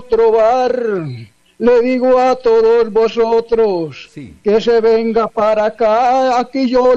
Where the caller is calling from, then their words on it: El Dovio, Valle del Cauca, Colombia; De por acá, de la región del Dobio.